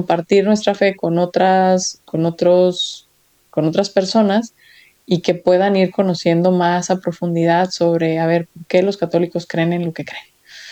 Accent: Mexico; chapulines decimos en México, porque saltan de la izquierda a la derecha y terminan sin identidad

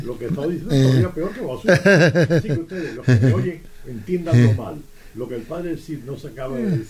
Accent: Cuba; moved away; No, en Cuba ya una vez que salí de Cuba. El colegio donde yo estaba pertenecía a la Congregación de los Sagrados Corazones.

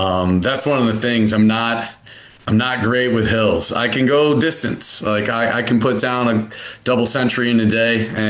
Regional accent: Cleveland, Ohio, United States; I'm from Cleveland

